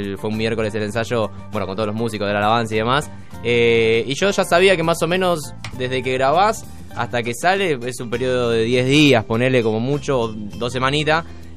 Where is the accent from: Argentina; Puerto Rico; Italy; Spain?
Argentina; Wilde, Buenos Aires Province; yo soy de Wilde, y hasta que llegaba a mi casa ya me iba a perder el programa.